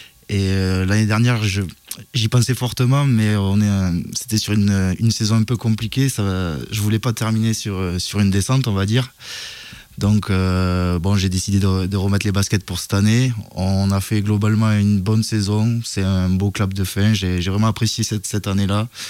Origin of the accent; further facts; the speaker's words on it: Boudy-de-Beauregard, Nouvelle-Aquitaine, France; toute ma jeunesse, j'ai joué à Boudy